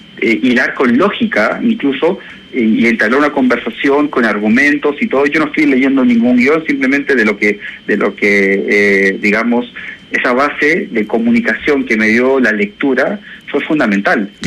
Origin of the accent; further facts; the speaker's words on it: Santiago, Santiago Metropolitan Region, Chile; moved away as an adult; now in Peru; de donde yo vengo, en Santiago de Chile